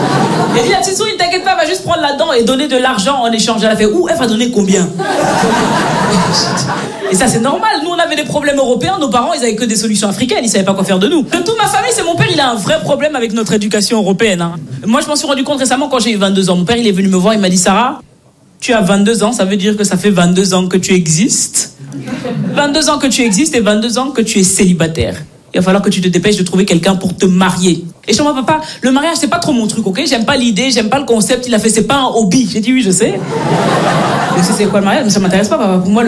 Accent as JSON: {"language": "French", "country": "Belgium", "tie": "born or raised there"}